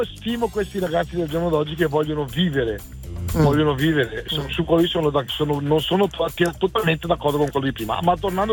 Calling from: Lombardy, Italy; Anche io sono della Valle Camonica, anche io sono nell'arco di età di quel signore

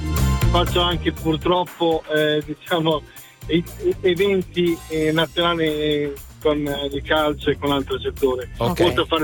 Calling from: Riccione, Emilia-Romagna, Italy; Dalla provincia di Rimini, sì? Precisamente Riccione

